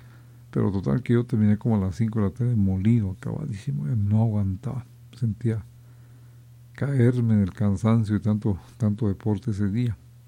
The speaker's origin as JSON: {"language": "Spanish", "town": "Tejutla", "region": "Chalatenango", "country": "El Salvador", "said": "Yo soy de Tejutla."}